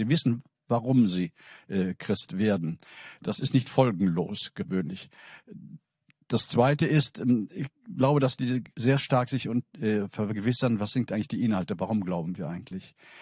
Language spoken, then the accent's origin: German; Rhineland, Germany; now in Berlin, Germany; Das ist für mich als Rheinländer fast unvorstellbar